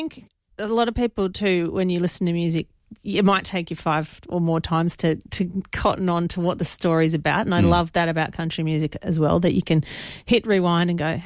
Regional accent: Mascot, New South Wales, Australia; I am a girl from Mascot, and everyone knows Mascot because that's where the airport is.

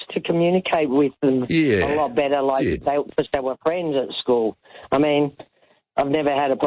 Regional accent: Sydney, New South Wales, Australia; born there; also born or lived in Elizabeth, South Australia

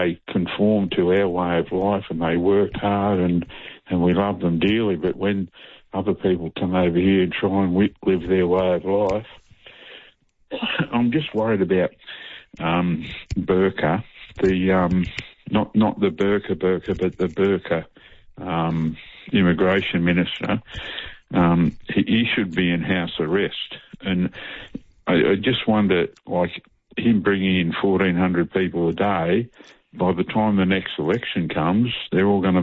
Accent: Victoria, Australia; now in New South Wales, Australia; I'm originally from Victoria.

